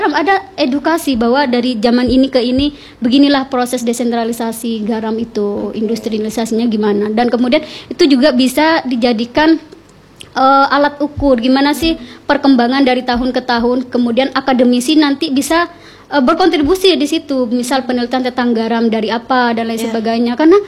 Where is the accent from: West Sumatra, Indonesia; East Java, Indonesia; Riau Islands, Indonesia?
East Java, Indonesia; Madura; sebagai warga Madura